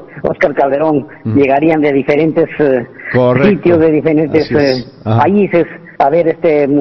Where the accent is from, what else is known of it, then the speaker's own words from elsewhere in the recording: Chota, Cajamarca, Peru; born there; also born or lived in Huánuco, Peru; now in Utcubamba, Peru; en mi tierra natal, Chota, y gracias, agradezco también a la provincia de Ucubamba, esta tierra generosa que me dio acogida, creo que en Amazonas, y me siento un amazonense